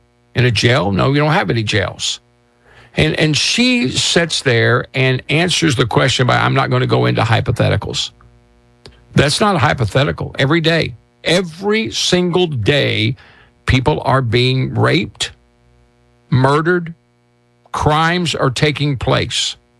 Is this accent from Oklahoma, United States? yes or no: yes; Oklahoma, United States; My daddy was a Democrat. My mama was a Democrat when I was growing up in Oklahoma